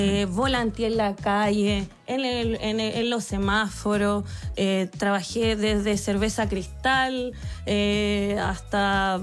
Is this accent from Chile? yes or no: yes; Valparaíso, Chile; also born or lived in Santiago; porque yo soy de Valparaíso, de región.